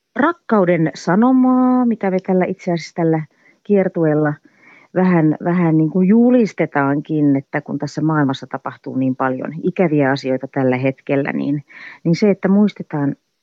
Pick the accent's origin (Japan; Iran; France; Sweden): France; mä itse olen lapsuuteni viettänyt Ranskassa ja itsehän mä asun nykyäänkin Ranskassa jo 13 vuotta ollut ja on koko kouluikänikin käynyt ranskalaista koulua